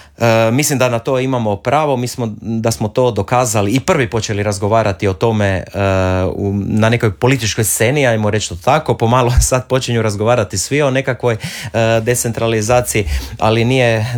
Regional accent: Istria County, Croatia; dolazim iz Istarske županije

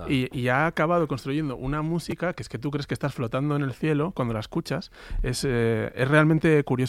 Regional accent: Barcelona, Catalonia, Spain; A ver, yo soy de Barcelona, entonces no me ha costado tanto, no ha sido un esfuerzo. Yo siempre he escuchado mucha música en catalán.

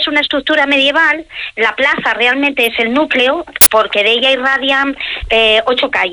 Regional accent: Piedrahíta, Castile and León, Spain; De Piedrahíta, de la provincia de Ávila.

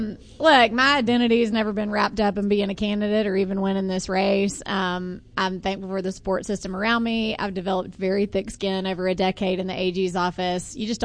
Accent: Terry Sewell's district, Alabama, United States; Y'all know I'm from Terry Sewell's district. My family's been in that district for 8 generations.

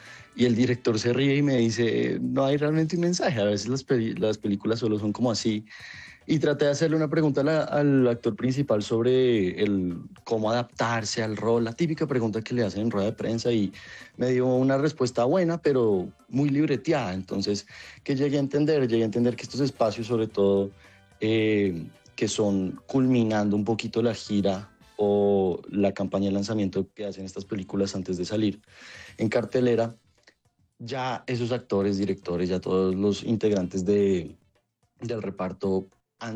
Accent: Colombia; hola, soy de Colombia, esto es lo que traigo, este es el lugar de donde vengo, así somos.

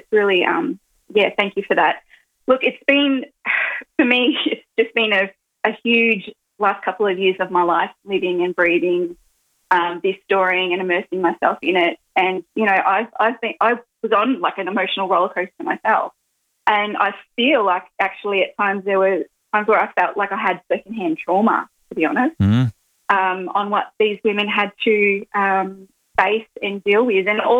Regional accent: Victoria, Australia; And I grew up with my mum and my mother's mob. So I'm, you know, don't hold it against me. I grew up in Victoria.

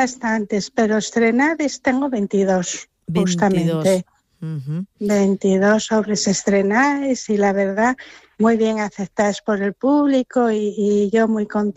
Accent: Asturias, Spain; Yo estoy enamorada de la mi Asturias del alma y estoy enamorada sobre todo de toda la gente asturiana, que somos

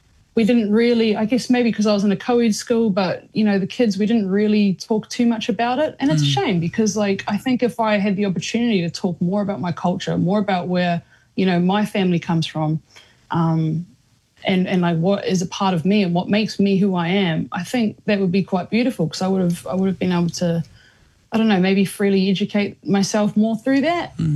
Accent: New Zealand; born or raised there

